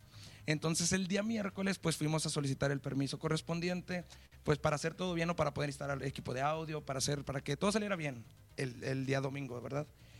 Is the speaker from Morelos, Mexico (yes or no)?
no; Nayarit, Mexico; somos un grupo norteño aquí, originarios la mayoría, todos de Tepic, pero de diferentes, o sea, de Tepic, de otros municipios y así, pero pues de Nayarit más que nada.